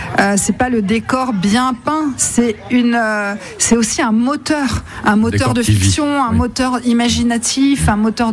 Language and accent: French; Le Havre, Normandy, France; moved away as an adult; Alors j'ai grandi là, alors je ne suis pas originaire de cette ville, mes parents sont venus y vivre au milieu des années 60, et je l'ai quitté après le bac